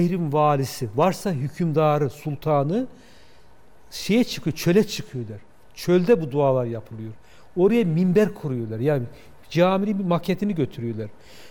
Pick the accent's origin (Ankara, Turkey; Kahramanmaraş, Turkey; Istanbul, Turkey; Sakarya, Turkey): Kahramanmaraş, Turkey; Bir de deprem bölgesindenim yani. Memleketim de aslen Kahramanmaraş.